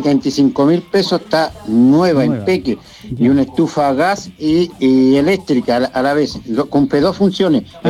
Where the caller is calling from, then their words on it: Arauco, Biobío, Chile; desde Arauco